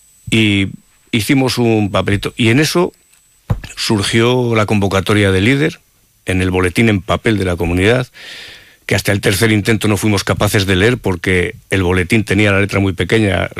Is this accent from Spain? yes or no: yes; Castile and León, Spain; somos muy castellanos en eso de no alegrarnos de lo que hacemos